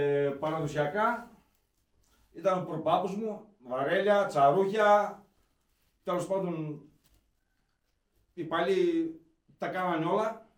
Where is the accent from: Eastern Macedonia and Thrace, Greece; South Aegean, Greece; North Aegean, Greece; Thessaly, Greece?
Thessaly, Greece; Azoros; born there; Από εδώ ξεκίνησε ο Άζωρος, που είναι το χωριό μου